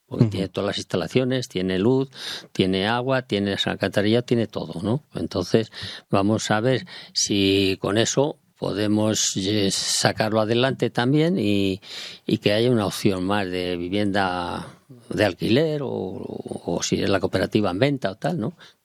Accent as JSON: {"language": "Spanish", "town": "El Escorial", "region": "Community of Madrid", "country": "Spain", "said": "yo a mí lo que me interesa es mi pueblo. Mi pueblo, el Escorial está parado también"}